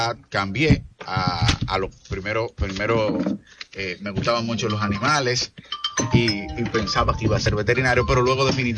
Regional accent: Moca, Espaillat, Dominican Republic; mi pueblo natal, que es Moca

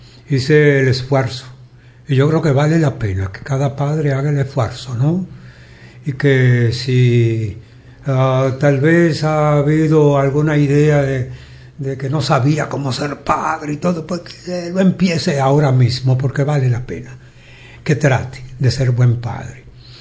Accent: Dominican Republic; Yo soy dominicano. Y la gran mayoría, de los, por no decirlo todo, todos los dominicanos somos alegres

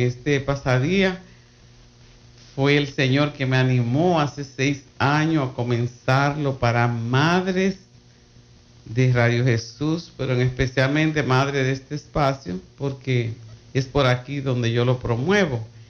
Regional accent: Dominican Republic; Le envío un abrazo desde Santiago de los Caballeros, la ciudad más linda de nuestro país

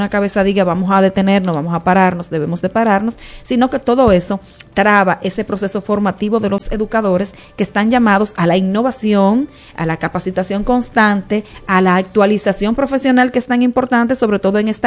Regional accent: Dominican Republic; entre Cuba y nosotros como República Dominicana

